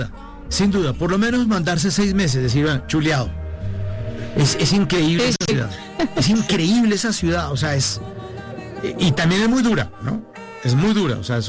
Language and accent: Spanish; Bogotá, Bogotá D.C., Colombia; Yo porque soy bogotano y a mí me gusta también el caos y la vaina y trancón y la gente y grita la danza.